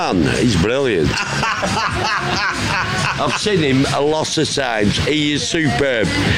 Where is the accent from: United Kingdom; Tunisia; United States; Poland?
United Kingdom; Blackburn, North West England; From Blackburn.